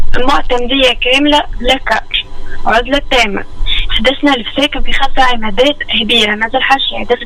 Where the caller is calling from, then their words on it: Hebira, Mahdia Governorate, Tunisia; عندنا اربع وخمس ايام في هبيره مركز العمادات، لا شرب لا غسيل